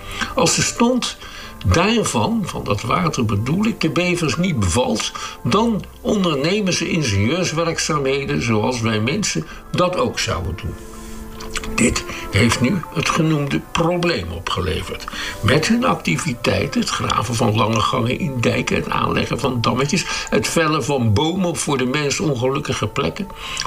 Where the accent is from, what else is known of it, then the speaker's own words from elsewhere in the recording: Netherlands; wij zijn als Nederlanders best trots op hoe wij het water weten te beheersen.